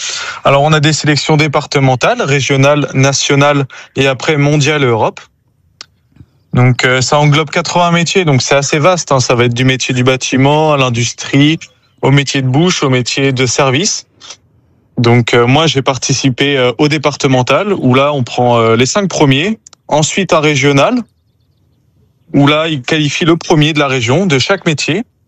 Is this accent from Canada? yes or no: no; Rennes, Brittany, France; je viens de Bretagne, précisément à Rennes, et je suis plâtrier plaquiste.